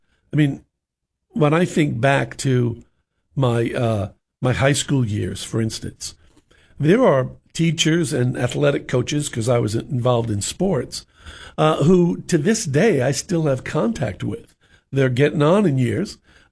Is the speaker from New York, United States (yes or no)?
yes; New York, United States; I grew up in New York, and I was the youngest of six children.